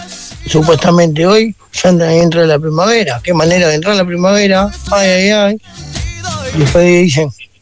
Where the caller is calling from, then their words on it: Montevideo, Uruguay; del Cerro.